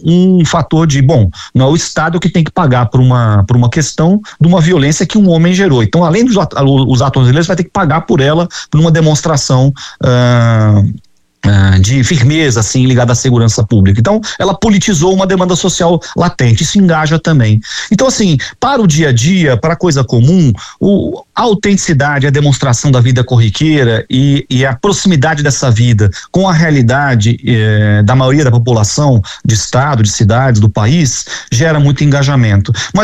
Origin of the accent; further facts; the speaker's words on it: Rio de Janeiro, Brazil; eu também sou do Rio de Janeiro, então tenho especial interesse em olhar, né?